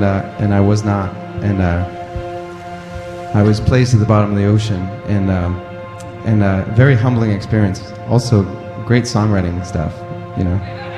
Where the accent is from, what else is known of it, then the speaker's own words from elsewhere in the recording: Ottawa, Ontario, Canada; born there; Where I was born in Ottawa, people surf in like this little corner of the river, just standing wave.